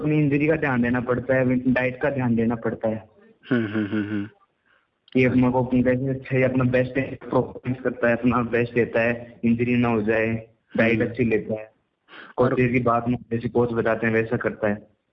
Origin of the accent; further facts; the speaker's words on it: Jaipur, Rajasthan, India; मैं जयपुर से हूँ